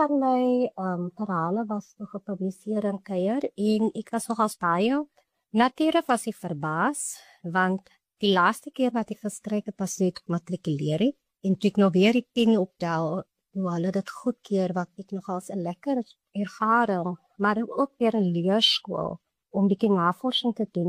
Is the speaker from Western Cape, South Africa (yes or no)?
yes; Belhar, Western Cape, South Africa; trotse meisie van die klein dorpie Bellaar. Dit is een van die lekkerste plek om in groot te word